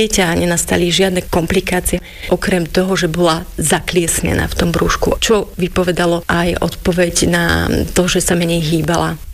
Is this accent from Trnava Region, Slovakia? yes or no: no; Hontianske Nemce, Banská Bystrica Region, Slovakia; also born or lived in Bratislava; Hontianske Nemce, to je taká menšia dedinka, nejakých 25-26 kilometrov od Banskej Štiavnice.